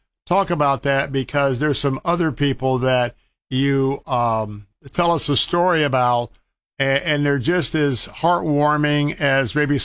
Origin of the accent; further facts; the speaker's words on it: Tampa, Florida, United States; Believe me, I was born and raised in Tampa. I'm very, very aware of our traffic increases.